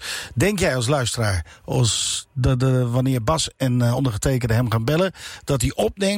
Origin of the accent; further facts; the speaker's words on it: Losser, Overijssel, Netherlands; ik kom uit Losser